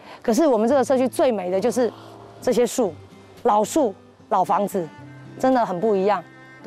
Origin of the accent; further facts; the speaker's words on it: Taiwan; also born or lived in Taipei; 我是在这里出生，在这里长大，50年了。对，除了中间离开2年去台北念书，所有时间都在这里。我爷爷是中油，爸爸也是中油，对，我是第三代。